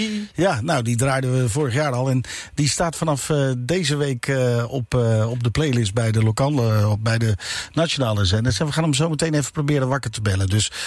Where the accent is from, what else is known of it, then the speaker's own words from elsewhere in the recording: Losser, Overijssel, Netherlands; ik kom uit Losser